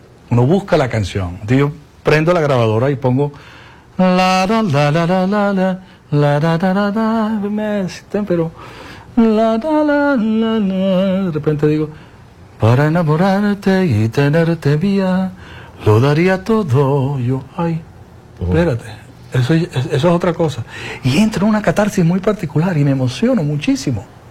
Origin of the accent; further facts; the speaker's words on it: Venezuela; also born or lived in Israel; Y nací en Israel en el año 52, en el 53 y medio. Me trajeron a Venezuela, mi papá vino.